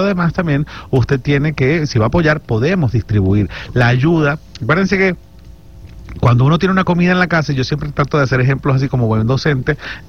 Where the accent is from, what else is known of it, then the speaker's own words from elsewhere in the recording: Maracaibo, Zulia, Venezuela; Y así somos los venezolanos. Yo soy maracucho.